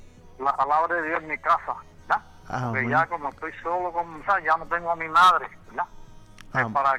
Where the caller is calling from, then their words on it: Barceloneta, Puerto Rico; De Barceloneta.